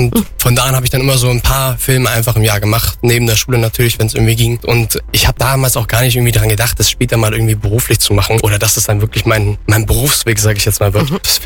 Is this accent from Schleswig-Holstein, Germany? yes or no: no; Bavaria, Germany; Allgäu ist auf jeden Fall meine Heimat.